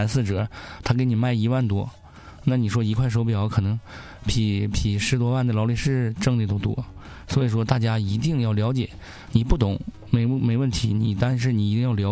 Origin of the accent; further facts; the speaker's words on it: Northeast China, China; accent: Northeastern Mandarin; 用我们东北话呀